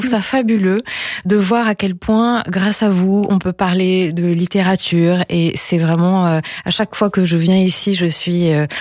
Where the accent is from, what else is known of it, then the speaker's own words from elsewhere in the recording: Romans, Auvergne-Rhône-Alpes, France; moi j'ai grandi au pied du Vercors. J'ai grandi à Romont, qui est une petite ville.